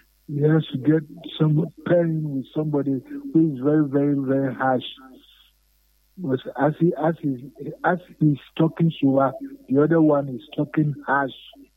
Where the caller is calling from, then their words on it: Sekondi, Western Region, Ghana; from Sekendi.